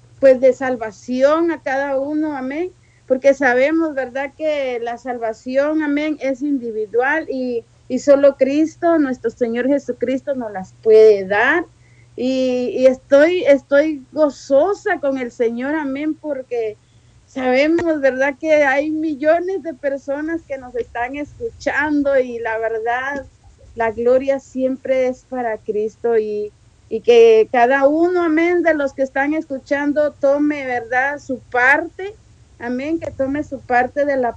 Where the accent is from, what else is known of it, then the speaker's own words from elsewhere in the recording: Guatemala; now in Tijuana, Mexico; Yo soy guatemalteca, pero vivo aquí en Tijuana, Baja California.